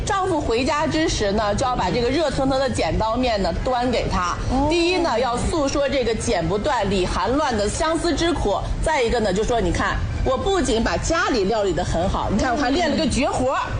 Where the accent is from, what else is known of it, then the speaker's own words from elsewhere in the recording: Shanxi, China; 在我们山西人要外出的时候